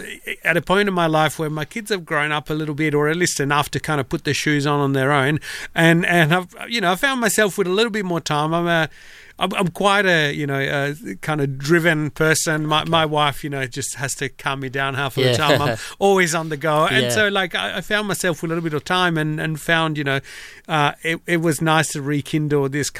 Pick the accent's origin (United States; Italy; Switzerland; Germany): Italy; now in Australia; I came from Italy, then I came to Australia. We can talk more about that later.